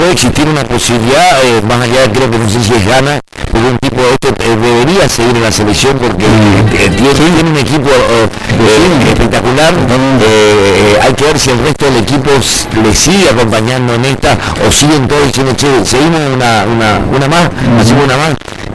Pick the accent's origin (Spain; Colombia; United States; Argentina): Argentina; Aparte nosotros somos el argentino, viste, queremos ganar.